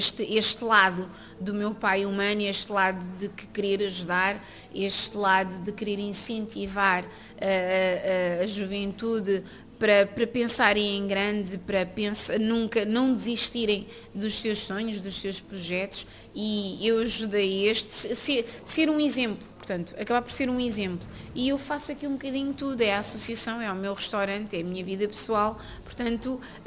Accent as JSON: {"language": "Portuguese", "country": "Portugal", "tie": "born or raised there", "also_born_or_lived": "Senegal / Guinea-Bissau", "said": "O que é que eu me considero? Portuguesa, senegalesa ou guineense? É pá, um bocadinho de tudo. Mas se formos a ver, sou mais portuguesa, porque estou aqui desde os meus 4 anos. Aqui é que eu fiz tudo. Portanto, aqui é que eu cresci, aqui é que eu estudei, aqui é que eu fiz tudo."}